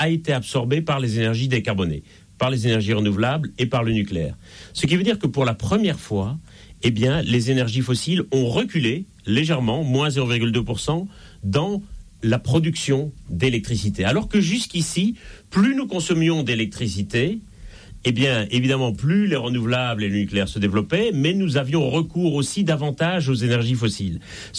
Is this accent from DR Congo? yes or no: no; Belgium; now in Paris, France; ça s'entend un peu d'ailleurs à mon accent. Je suis en Belgique et je ne suis pas né en France, même si j'y habite depuis 20 ans.